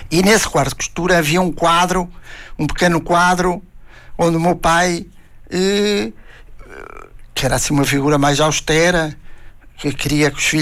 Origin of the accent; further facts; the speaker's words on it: Portugal; E eu sou de uma aldeia de Minas de Jaltos, que era uma aldeia mineira, entre as montes.